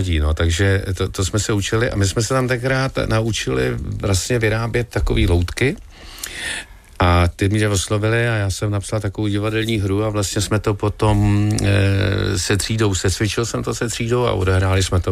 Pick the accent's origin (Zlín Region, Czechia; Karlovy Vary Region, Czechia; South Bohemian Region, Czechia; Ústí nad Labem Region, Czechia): Karlovy Vary Region, Czechia; Nejdek; já jsem teda se domluvil opravdu s úžasným muzikantem, panem Tótem u nás v Nejtku a začal jsem k němu chodit prostě na hodiny